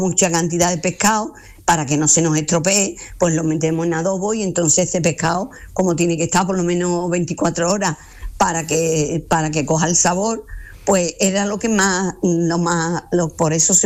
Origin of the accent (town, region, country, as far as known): Huelva, Andalusia, Spain